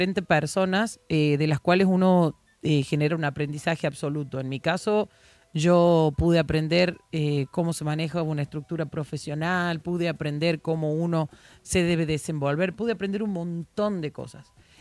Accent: Salta, Argentina; accent: salteña tonada; now in Córdoba, Argentina; cuando me preguntan, digo, soy salteña, pero también soy cordobesa

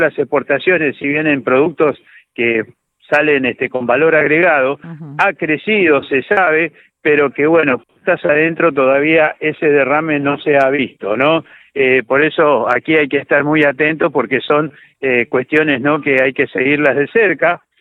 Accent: Argentina; A nosotros como argentinos nos hace muy bien, ¿no?

